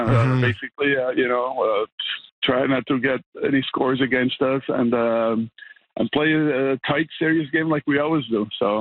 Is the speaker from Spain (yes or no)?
yes; Barcelona, Catalonia, Spain; moved away; I'm Spanish. I'm from Barcelona.